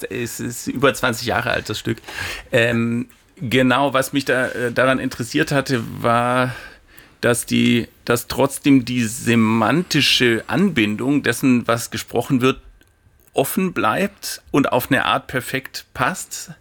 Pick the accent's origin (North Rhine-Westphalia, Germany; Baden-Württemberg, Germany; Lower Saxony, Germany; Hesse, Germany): Baden-Württemberg, Germany; Esslingen; Das war in Esslingen, wo ich aufgewachsen bin, am Neckar, konnte man alles ganz gut bekommen